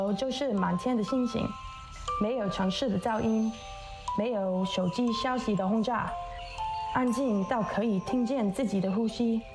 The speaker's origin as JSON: {"language": "Chinese", "region": "Florida", "country": "United States", "tie": "born or raised there", "said": "虽然我在佛罗里的出生长大，但这还是我第一次在这里的大沼泽地国家公园 Everglades National Park。"}